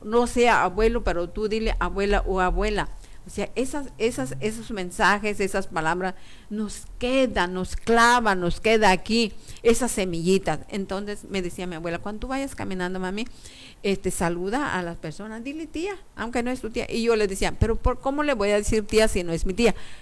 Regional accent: Huautla, Mexico; yo vengo del municipio de Huautla. En el municipio de Huautla decimos algunos conceptos, algunos términos, así como lo hablamos en el municipio.

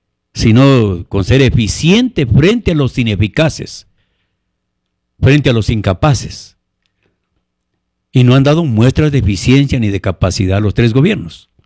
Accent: Ecuador; somos los ecuatorianos

